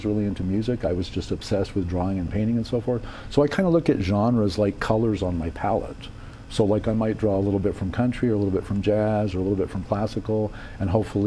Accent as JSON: {"language": "English", "town": "Silver City", "region": "New Mexico", "country": "United States", "tie": "born or raised there", "also_born_or_lived": "Texas", "said": "Mexico as a kid, so I lived up in Silver City, so I kind of consider myself as much a New Mexican as a Texan."}